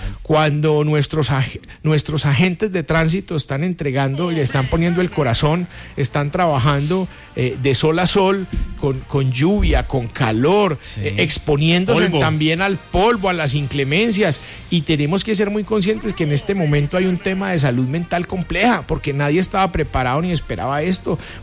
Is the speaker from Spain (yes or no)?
no; Pereira, Risaralda, Colombia; porque nosotros que somos de acá de Pereira, ir al centro a uno le duele.